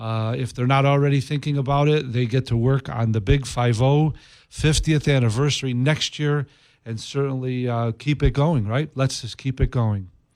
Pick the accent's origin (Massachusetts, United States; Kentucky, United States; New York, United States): New York, United States; Utica; And when I said upstate New York and got more specific about the Utica and the Mohawk Valley